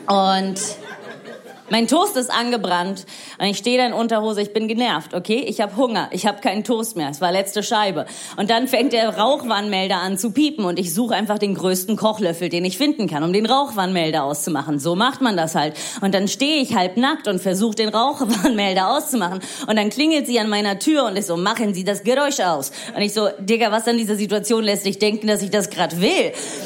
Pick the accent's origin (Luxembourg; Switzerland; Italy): Italy; Rome, Lazio; German is a second language; moved away as an adult; also born or lived in New York; now in Berlin, Germany; ich bin in Rom aufgewachsen, ich bin Italienerin